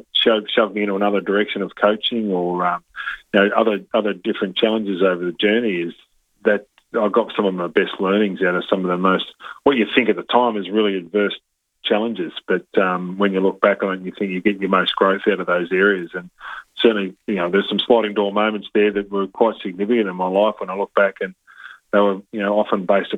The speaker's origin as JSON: {"language": "English", "region": "New South Wales", "country": "Australia", "tie": "born or raised there", "said": "a non-traditional AFL market, and also growing up in New South Wales, I think was pretty special."}